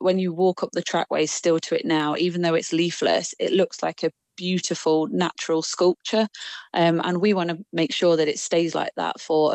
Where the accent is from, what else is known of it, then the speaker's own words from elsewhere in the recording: Nottingham, East Midlands, United Kingdom; I'm a local girl, so I'm from Nottingham